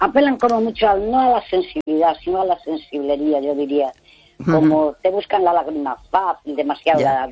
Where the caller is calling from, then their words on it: Santiago de Compostela, Galicia, Spain; Coruña, de Santiago